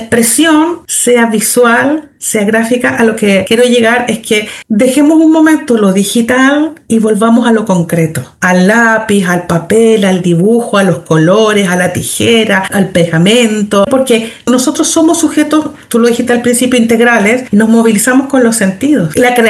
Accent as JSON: {"language": "Spanish", "town": "Santiago", "region": "Santiago Metropolitan Region", "country": "Chile", "moved": "yes", "lives_now": "southern Chile", "said": "soy santiaguina, que me vine al"}